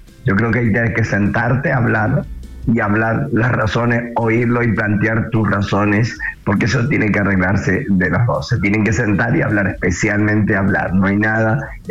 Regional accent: Argentina; obviamente que tengo que soy argentino y me gusta que Argentina gane

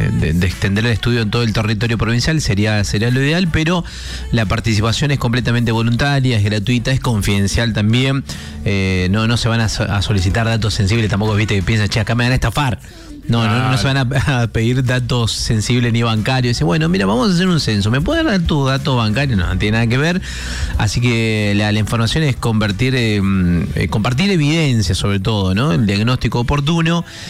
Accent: Mendoza, Argentina; Y eso que nosotros como mendocinos es que deberíamos de alguna forma estar aclimatados, ¿no?

